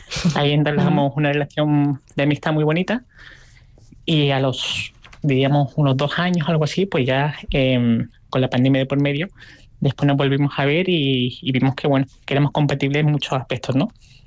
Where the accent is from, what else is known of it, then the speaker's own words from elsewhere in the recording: Málaga, Andalusia, Spain; moved away as an adult; also born or lived in United States; soy originalmente de Málaga y me fui de Málaga hace bastante tiempo, con 20 años, estuve viviendo en diferentes lugares y viví 5 años en Estados Unidos